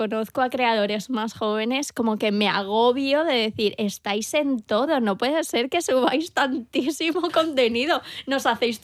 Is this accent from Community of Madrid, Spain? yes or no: yes; Madrid, Community of Madrid, Spain; yo soy hija del cemento, soy hija de Madrid.